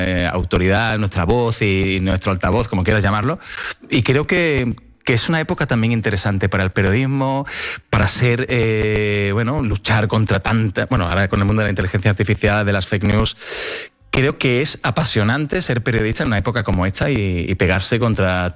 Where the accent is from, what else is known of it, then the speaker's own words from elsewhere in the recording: Seville, Andalusia, Spain; todo el mundo sabe que yo soy del Sevilla y soy de una ciudad que se vive con mucha pasión.